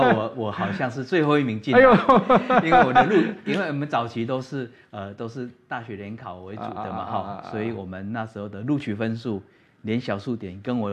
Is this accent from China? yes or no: no; Yunlin County, Taiwan; moved away as an adult; 因为我是云林人，那我太太在台中出生，但是都在台北嘛